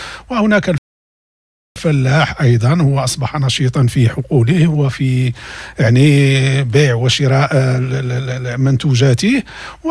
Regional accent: Morocco; وحتى عندنا في المغرب الانتخابات على الأبواب،

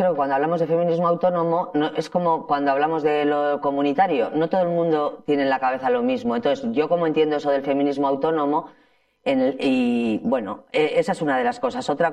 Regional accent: Ermua, Basque Country, Spain; Y luego se daba los pueblos, como yo que soy de Ermua, y entonces había un conglomerado de gente de izquierda que militábamos en todo. Que yo cuando llegué a Bilbao aluciné mucho

